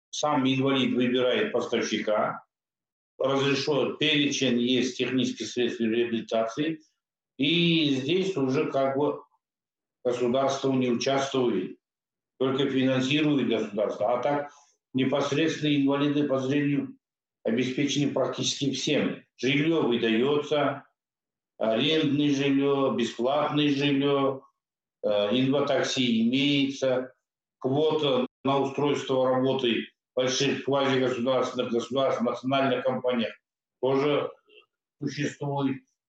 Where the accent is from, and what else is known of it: Kazakhstan